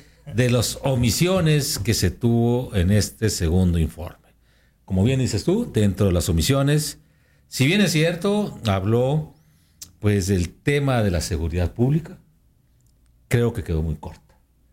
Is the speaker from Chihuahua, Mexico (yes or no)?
yes; Chihuahua, Mexico; como chihuahuense nos interesa saber, pues, qué fue en el caso de Chihuahua